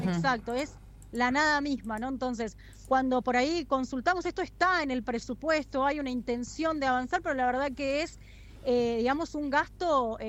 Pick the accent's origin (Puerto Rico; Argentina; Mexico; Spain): Argentina; como argentinos todos conocemos, digamos, que tenemos recursos finitos para muchas cosas.